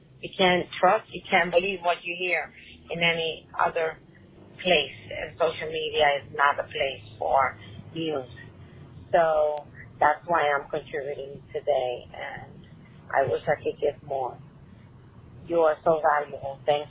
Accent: Pembroke Pines, Florida, United States; I am from Pembroke Pines, Florida

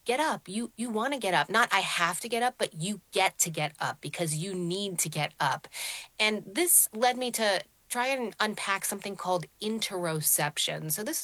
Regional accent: United States; for me, I think growing up in the United States, we're so focused on organized sports, and I was never a particularly athletic kid

